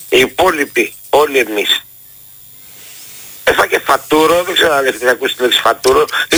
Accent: Greece; όταν ήμουν μικρός εδώ στον Ελαιώνα

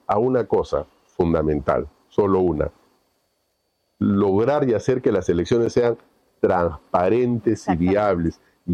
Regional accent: Peru; Correcto, esperemos que esto se corrija y que para la segunda vuelta, que como peruanos opino, y para las elecciones municipales y regionales, haya una mayor transparencia

